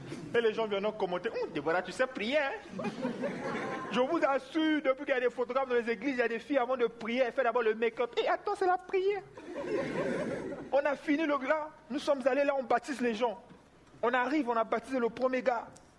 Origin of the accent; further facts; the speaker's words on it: Brazzaville, Republic of the Congo; Et chez nous, à Brazzaville